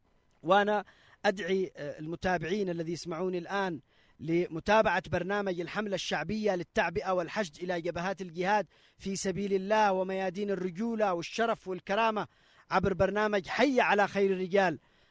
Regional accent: Sanaa, Amanat Al Asimah, Yemen; ومعاهم عملاء موجودين عندنا بصنعاء

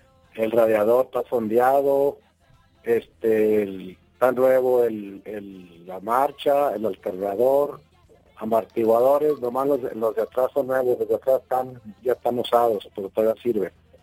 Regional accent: Tepechitlán, Zacatecas, Mexico; also born or lived in Ensenada; pues yo estoy aquí, ahí estoy en Zacatecas, en Tecuchitlán, en mi tierra.

